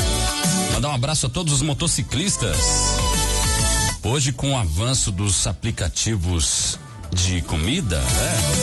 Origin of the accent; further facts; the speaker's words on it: São Bernardo do Campo, São Paulo, Brazil; A Antonilza, que tá em São Bernardo, minha terra, legal.